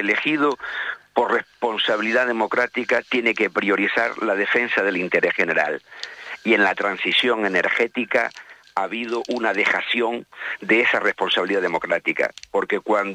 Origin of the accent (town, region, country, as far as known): Canary Islands, Spain